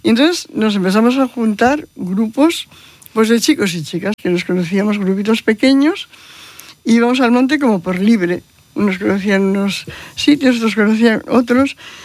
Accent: Vitoria-Gasteiz, Basque Country, Spain; nosotros tenemos un grupo, que somos todos del Gasteiz también

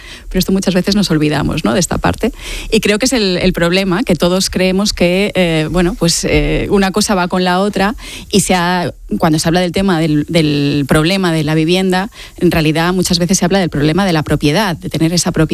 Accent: Balearic Islands, Spain; now in Barcelona, Spain

